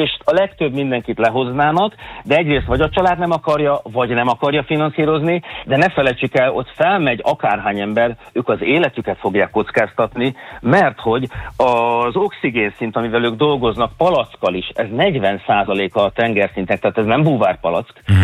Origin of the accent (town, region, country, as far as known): Hungary